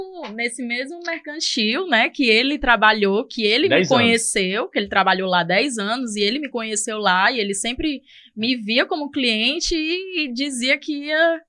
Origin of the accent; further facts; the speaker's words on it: Fortaleza, Ceará, Brazil; Eu sou daqui mesmo, de Fortaleza.